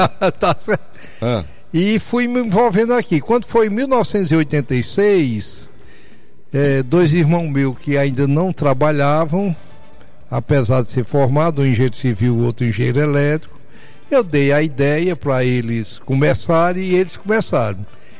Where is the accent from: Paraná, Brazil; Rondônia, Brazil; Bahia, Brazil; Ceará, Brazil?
Ceará, Brazil; Fortaleza; born there; also born or lived in João Pessoa; Eu sou cearense, nascido em Fortaleza, descendente de paraibanos e cajazeiras, na Paraíba, tá certo? Meu pai é baiano, apesar de ser filho de cajazeirense também.